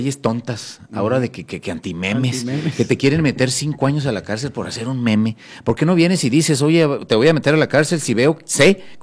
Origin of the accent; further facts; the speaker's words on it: Mexico; ¿nosotros no somos mexicanos?